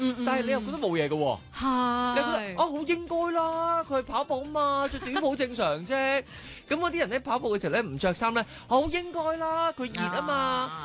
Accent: Hong Kong; 我哋香港人

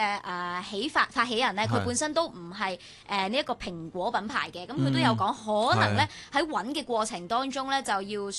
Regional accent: Hong Kong

